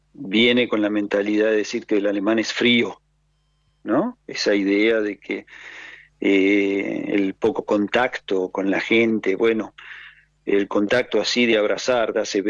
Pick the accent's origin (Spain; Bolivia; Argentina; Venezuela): Argentina; now in Germany; si como argentino, digamos, o latino